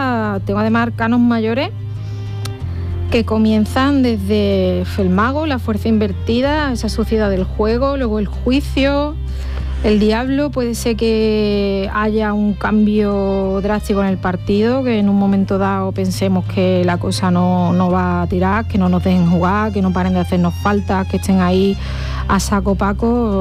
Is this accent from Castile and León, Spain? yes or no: no; Santa Ana la Real, Andalusia, Spain; moved away; Santana la Real, en la provincia de Huelva, está entre Alájar y Almonaster. Somos censados, bueno, ya no, yo ya no, 540